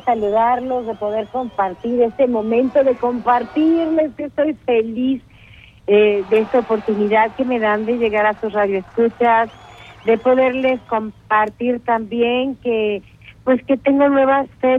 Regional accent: Querétaro, Mexico; born there; Yo nací en Querétaro.

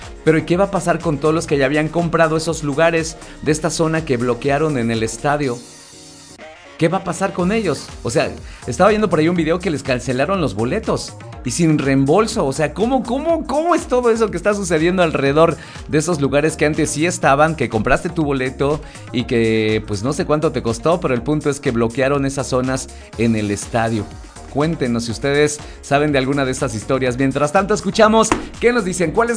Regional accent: Mexico; nosotros como mexicanos

